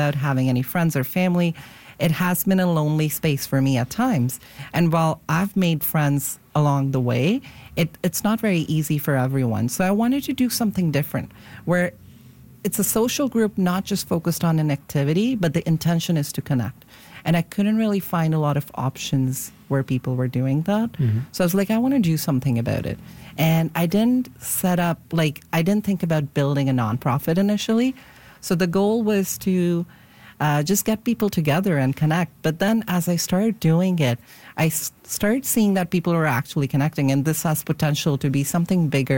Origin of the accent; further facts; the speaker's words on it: India; moved away as an adult; now in Vancouver, Canada; So I'm originally from India. I moved here when I was 19, and moving to a new country was a culture shock in itself.